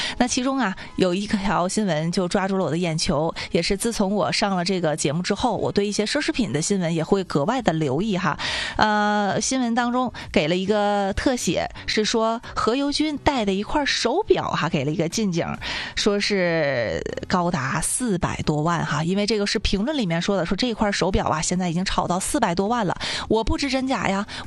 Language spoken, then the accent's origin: Chinese; Northeast China, China; 用我们东北话